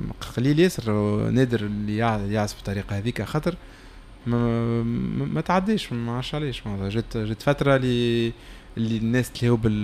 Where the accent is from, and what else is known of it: Tunisia